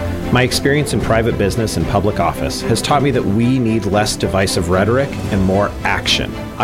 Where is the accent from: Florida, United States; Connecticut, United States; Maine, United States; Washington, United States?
Washington, United States; Port Angeles; I'm running for re-election as your District 3 Clallam County Commissioner. I was born and raised in Port Angeles